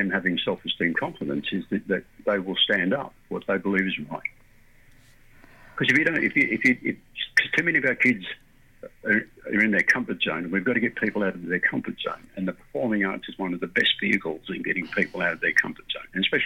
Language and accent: English; Sydney, New South Wales, Australia; born there; also born or lived in Moree, New South Wales; I'm from Moree and I'm out at Miller Green Valley growing up and I could go to Liverpool Olympic swimming pool in 1965 and I'm 9 years of age.